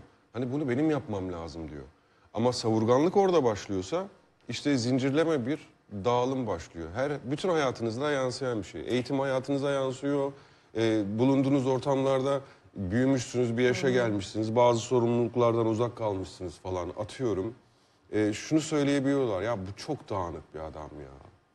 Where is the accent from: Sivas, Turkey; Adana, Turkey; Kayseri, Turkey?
Sivas, Turkey; now in Istanbul, Turkey; Sivas'ta doğdum, büyüdüm ve İstanbul'da yaşıyorum.